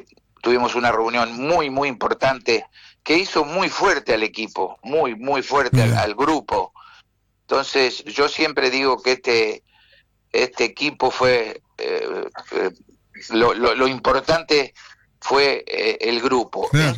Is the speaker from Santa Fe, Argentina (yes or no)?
yes; Maciel, Santa Fe, Argentina; moved away; en mi pueblo querido de Maciel